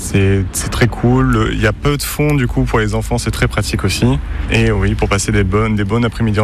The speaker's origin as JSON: {"language": "French", "town": "Bordeaux", "region": "Nouvelle-Aquitaine", "country": "France", "said": "de Bordeaux et mon coin de paradis, c'est le lac de Bombane."}